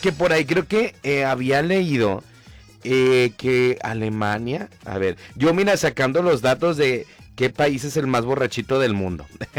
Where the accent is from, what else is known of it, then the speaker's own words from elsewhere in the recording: Mexico; Sí, fracasaste como mexicano